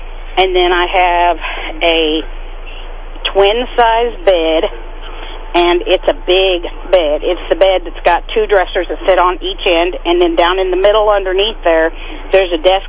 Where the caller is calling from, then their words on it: Marshall, Missouri, United States; Hi, I'm calling from Marshall